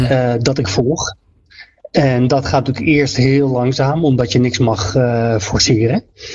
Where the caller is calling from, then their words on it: Utrecht, Netherlands; Utrecht. Ja, ik woon in Utrecht.